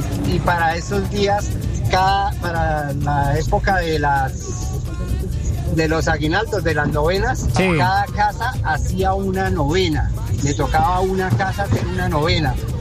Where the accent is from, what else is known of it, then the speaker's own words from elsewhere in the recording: La Vega, Cundinamarca, Colombia; Yo soy de La Vega, Cundinamarca.